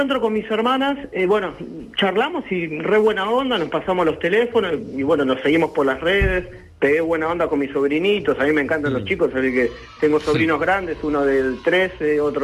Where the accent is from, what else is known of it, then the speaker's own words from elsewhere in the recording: González Catán, Buenos Aires Province, Argentina; also born or lived in Merlo; Yo soy de Merlo, pero bueno, me crié también ahí en La Matanza, en González Catán